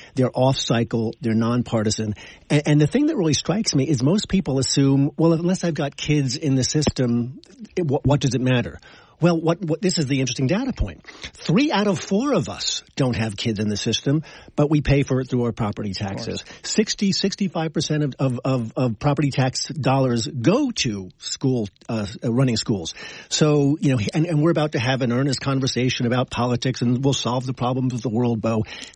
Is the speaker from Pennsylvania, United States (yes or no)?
no; Long Island, New York, United States; moved away; I grew up on Long Island in the 70s.